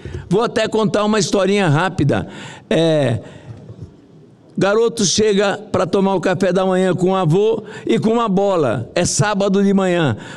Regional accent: São Paulo, Brazil; now in Brasília, Brazil; eu sou de São Paulo

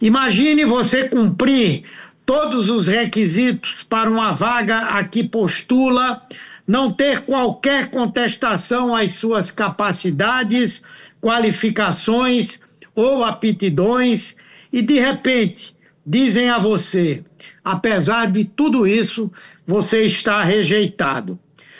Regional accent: Brazil; como brasileiro e como senador

